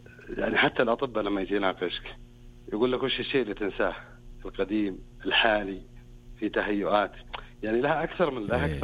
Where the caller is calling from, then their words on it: Bisha, Asir, Saudi Arabia; والله طال عمرك من بيشة.